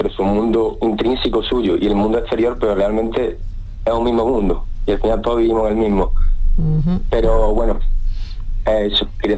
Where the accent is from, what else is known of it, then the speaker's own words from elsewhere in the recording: Seville, Andalusia, Spain; de Andalucía, de mi tierra, de Sevilla